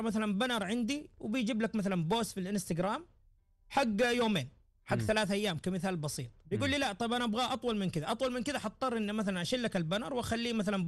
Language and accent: Arabic; Saudi Arabia; والان عندنا في السعودية